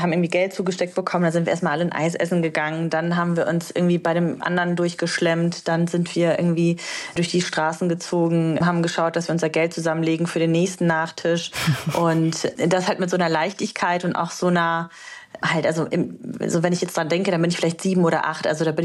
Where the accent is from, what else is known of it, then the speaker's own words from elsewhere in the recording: Transylvania, Romania; now in Germany; Mein Glücksort sind nämlich die Sommerferien und Winterferien in meiner Heimat, bei meiner Großmutter in Rumänien in Siebenbürgen.